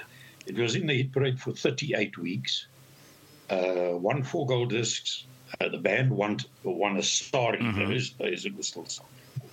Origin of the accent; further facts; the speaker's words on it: Cape Town, Western Cape, South Africa; also born or lived in England; I was born in Cape Town.